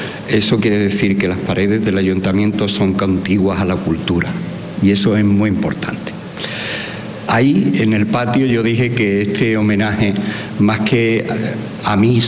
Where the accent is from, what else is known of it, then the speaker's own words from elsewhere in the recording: Los Palacios, Andalusia, Spain; Yo soy de Los Palacios, un pueblo que para la familia Peña, para Lebrija, para ese entorno de Las Cabezas, la marisma, el río quizás no separe, pero no sea una frontera infranqueable para todos los pueblos ribereños.